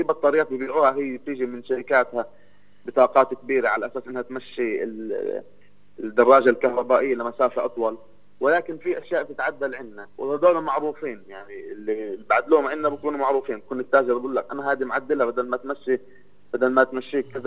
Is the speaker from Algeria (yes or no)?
no; Palestine; عندنا في فلسطين،